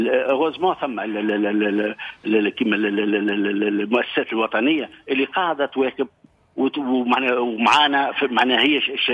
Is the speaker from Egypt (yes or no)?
no; Tunisia